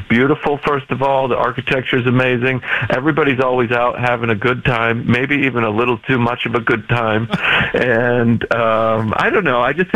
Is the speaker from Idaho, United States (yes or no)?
yes; Idaho, United States; now in New York City, United States; I'm from Idaho. This happened to me in Los Angeles. I live in New York City